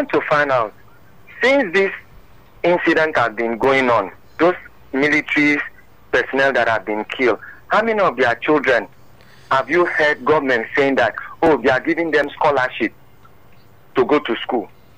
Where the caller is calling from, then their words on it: Ogun, Nigeria; I'm calling from Madnyo in Ogun State.